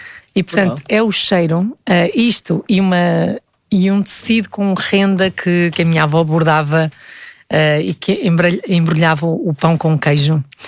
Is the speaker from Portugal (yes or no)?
yes; Porto, Norte, Portugal; born there; Nas traseiras dos meus avós, estranhamente, para quem ouve, se calhar do Porto não acha assim tão estranho, mas eu via ao longe as traseiras do antigo estádio do FQP e as ovelhas dos meus vizinhos.